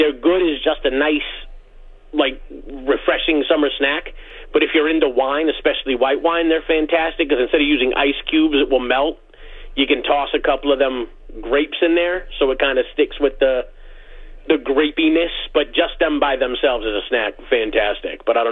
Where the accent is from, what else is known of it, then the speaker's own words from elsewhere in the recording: Ayer, Massachusetts, United States; now in Shirley, United States; if you go back far enough, England essentially. But I grew up in Ayr, which is right next to Shirley, and then I left for the military and came back and just moved to the next town over because my parents were still there, and this is the closest place I could find a place.